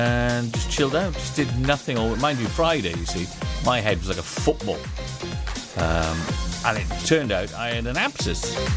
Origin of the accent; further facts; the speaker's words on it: Wales, United Kingdom; as I'm Welsh